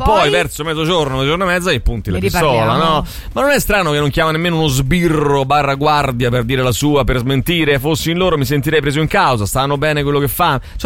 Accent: Latina, Lazio, Italy; born there; io so fascio perché sono nato a Latina.

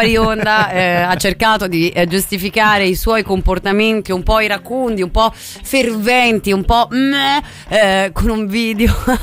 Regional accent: Turin, Piedmont, Italy; born there; Ma io ci sono nata.

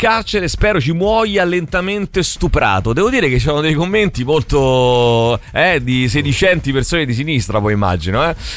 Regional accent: Rome, Lazio, Italy; now in Marche, Italy; io che sono romano, ma vivo 20 anni nelle Marche

